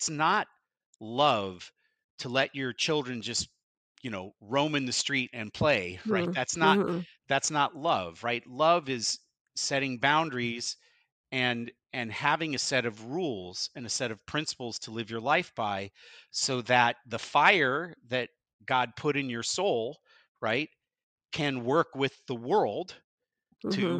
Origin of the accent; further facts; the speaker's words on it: Pittsburgh, Pennsylvania, United States; I'm from Pittsburgh.